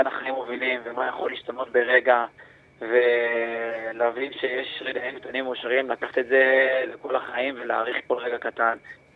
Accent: Beersheba, Southern District, Israel; כי גדלתי בעיר הזאת

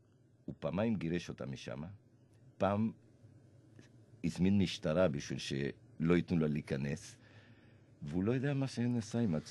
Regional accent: Argentina; now in Israel

